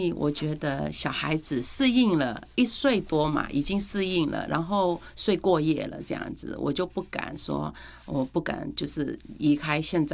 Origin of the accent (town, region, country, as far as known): Myanmar; moved away as an adult; now in Taiwan